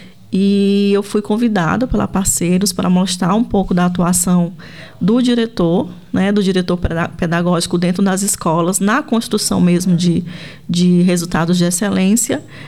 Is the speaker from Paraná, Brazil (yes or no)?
no; Sobral, Ceará, Brazil; diferente de Pinhal, a cidade de onde eu vim, que é Sobral, o município ele contempla desde a educação infantil até o Fundamental 2.